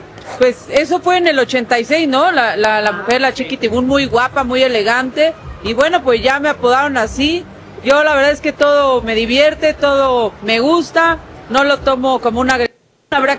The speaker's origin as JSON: {"language": "Spanish", "country": "Mexico", "said": "de pues así somos los mexicanos, nos reímos de todo."}